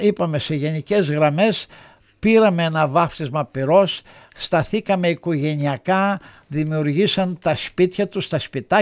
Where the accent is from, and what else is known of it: Greece; now in Melbourne, Australia